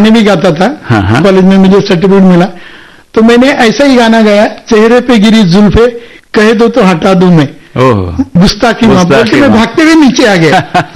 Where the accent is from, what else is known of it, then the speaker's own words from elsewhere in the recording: Maharashtra, India; अभी मैं महाराष्ट्र का रहने वाला हूँ